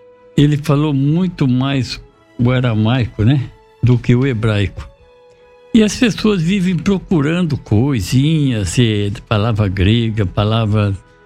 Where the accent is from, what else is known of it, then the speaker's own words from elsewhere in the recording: Brazil; se somos brasileiros, temos que ler na nossa língua.